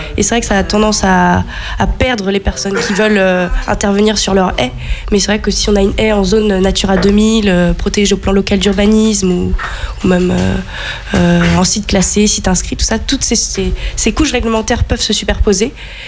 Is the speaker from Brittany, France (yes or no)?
yes; Brittany, France; nous, dans le Finistère, on est pas mal du tout.